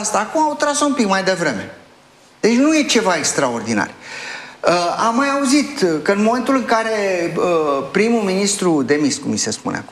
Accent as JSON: {"language": "Romanian", "region": "Gorj County", "country": "Romania", "said": "Eu sunt din Gorj."}